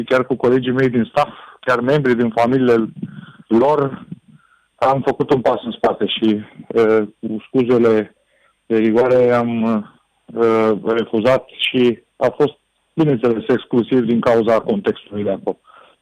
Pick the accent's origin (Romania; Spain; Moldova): Romania; Și eu sunt format aici, am muncit aici, am crescut aici